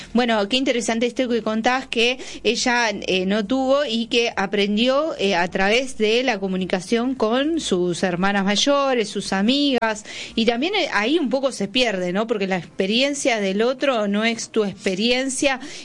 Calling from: San Pedro, Jujuy, Argentina; Yo nunca tuve educación sexual. Soy del 24 del 3 del 81. Soy de Aries. Saludo desde San Pedro, Jujuy.

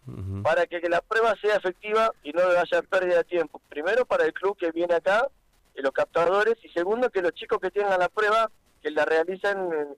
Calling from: Ramallo, Buenos Aires Province, Argentina

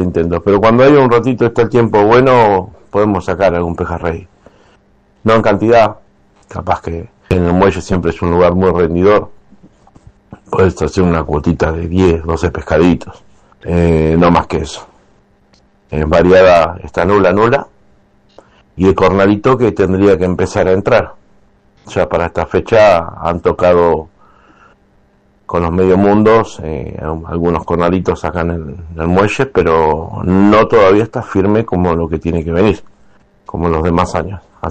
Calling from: Miramar, Buenos Aires Province, Argentina; de Miramar.

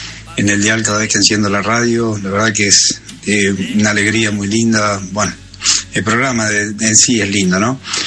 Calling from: Puerto Madryn, Chubut, Argentina; Buenas noches … de Puerto Madryn.

